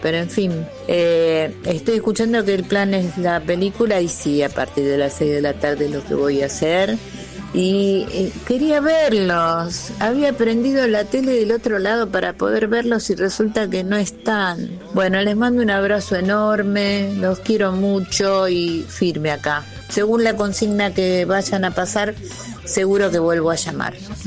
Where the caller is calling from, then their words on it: Bernal, Buenos Aires Province, Argentina; de Bernal.